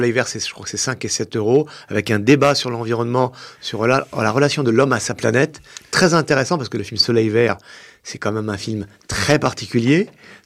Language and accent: French; Pays de la Loire, France; also born or lived in Bouvron; parce que moi je viens de la campagne, je viens du pays de Goulaine, donc j'ai grandi en zone rurale et j'aime bien la simplicité de la campagne